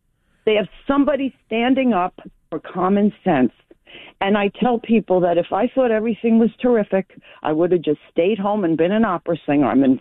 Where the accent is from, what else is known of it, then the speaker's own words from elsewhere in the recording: Brooklyn, New York, United States; being a native New Yorker, I was born in Brooklyn.